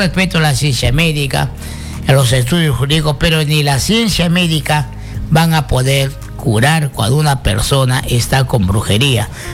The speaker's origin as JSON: {"language": "Spanish", "town": "Iquitos", "region": "Loreto", "country": "Peru", "moved": "yes", "said": "Y qué bien llegaste a mi tierra, a Iquitos."}